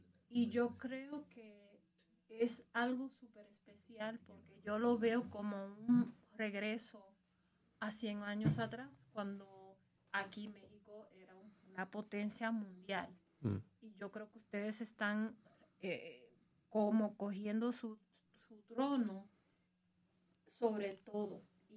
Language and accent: Spanish; Puerto Rico; realmente como puertorriqueña y la colonia más vieja del planeta Tierra